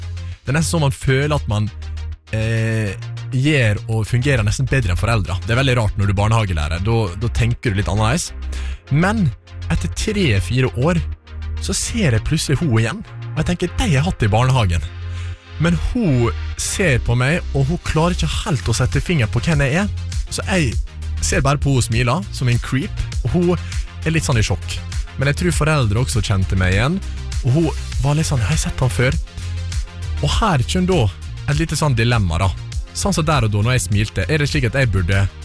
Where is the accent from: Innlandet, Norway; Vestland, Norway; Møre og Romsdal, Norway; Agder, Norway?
Møre og Romsdal, Norway; Flemsøy; Ok, jeg hadde en fastlege hjemme på Flemsøy når jeg var liten. Og da er det lett for at man møter på det aller fleste når man kjører fra en liten plass.